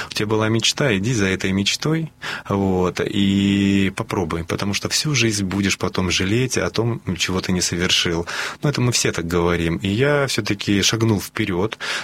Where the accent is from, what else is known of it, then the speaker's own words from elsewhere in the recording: Sovetsk, Kaliningrad Oblast, Russia; Нет, я сам из Калининграда.